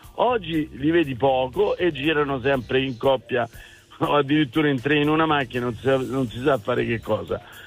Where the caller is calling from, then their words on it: Civitavecchia, Lazio, Italy; Io sono a Civitavecchia.